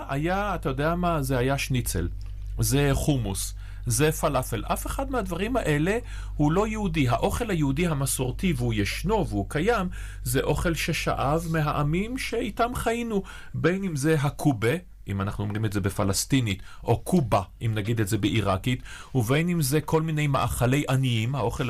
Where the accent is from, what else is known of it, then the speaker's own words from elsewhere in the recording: Haifa, Haifa District, Israel; אני בתור חיפאי